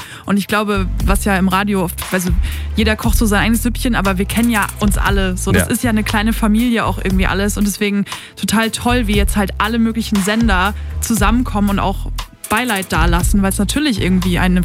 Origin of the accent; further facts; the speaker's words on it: Schleswig-Holstein, Germany; ich komme ja aus Schleswig-Holstein